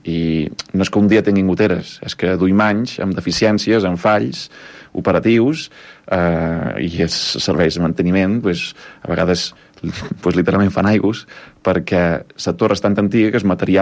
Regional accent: Menorca, Balearic Islands, Spain; Som els menorquins

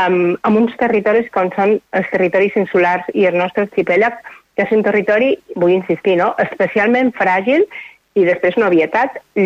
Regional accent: Mallorca, Balearic Islands, Spain; moved away as an adult; now in Madrid, Spain; Som de Mallorca, però ara estic treballant com a secretari d'Estat a Madrid

